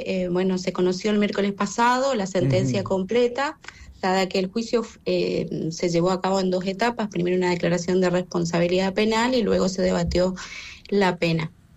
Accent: Corrientes, Argentina; moved away as an adult; now in Sarmiento, Argentina; para mí siempre hace un poquito de frío porque soy de Corrientes

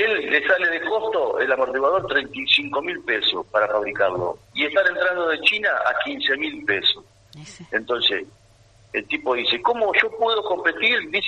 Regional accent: Gualeguaychú, Entre Ríos, Argentina; los 100 trabajadores de Yumbán somos de Gualeguaychú, no somos de Buenos Aires.

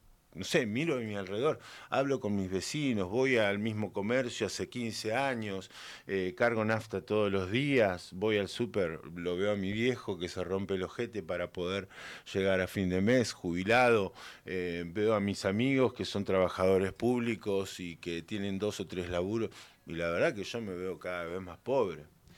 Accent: Argentina

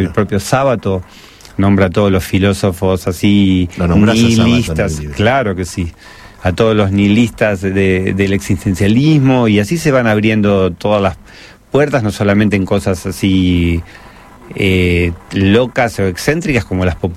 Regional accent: Buenos Aires, Argentina; also born or lived in Caballito, Buenos Aires; si bien nací en Caballito, estábamos en los monoblocks de Saavedra, ¿no? Sí. Que en ese momento no era la Saavedra chic de la actualidad

